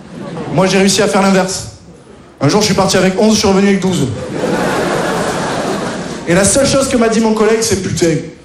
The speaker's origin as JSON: {"language": "French", "region": "south of France", "country": "France", "lives_now": "Paris, France", "said": "moi aussi, je suis un beauf, je viens du Sud, et j'ai remarqué un petit truc en arrivant sur Paris"}